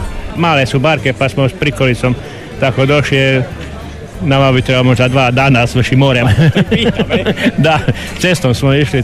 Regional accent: Selce, Primorje-Gorski Kotar County, Croatia; Mi smo tamo sa Kvarnera iz Selca, predstavljamo Jedričac klub Selce

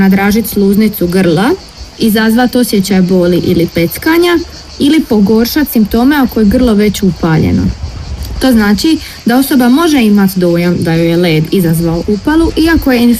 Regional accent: Croatia; Kod nas u Hrvatskoj

